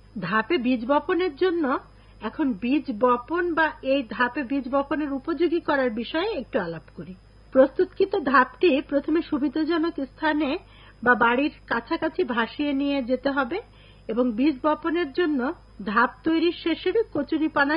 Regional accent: Bangladesh

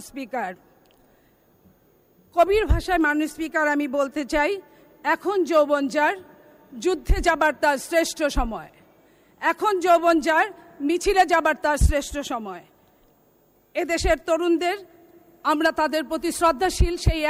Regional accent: Jamalpur, Mymensingh Division, Bangladesh; আমি জামালপুরের মেয়ে, আমি নকশিকাঁথার এলাকার মেয়ে, আমি ব্রহ্মপুত্র নদের এলাকার মেয়ে এবং আমি সবজির এলাকার মেয়ে।

